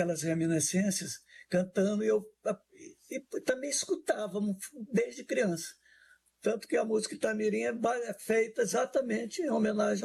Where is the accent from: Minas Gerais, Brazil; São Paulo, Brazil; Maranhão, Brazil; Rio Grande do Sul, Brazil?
Maranhão, Brazil; Rosário; born there; Ouvia porque eu nasci em Rosário, que é uma cidade que onde nasceu o Bumba Boi